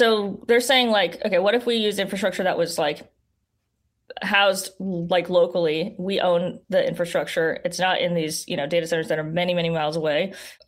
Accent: Las Vegas, Nevada, United States; I'm from Las Vegas, by the way.

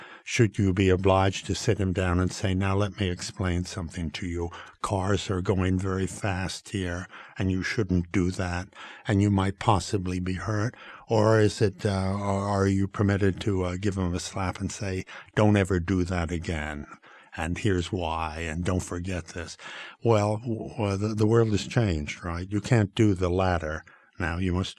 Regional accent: New York, United States; I still think of myself as a New Yorker, naturally. And when I go there, I feel that I'm, yes, this is my place. This is home.

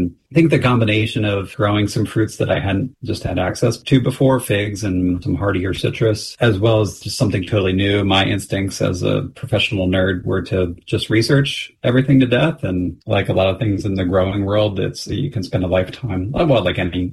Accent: Pennsylvania, United States; born or raised there

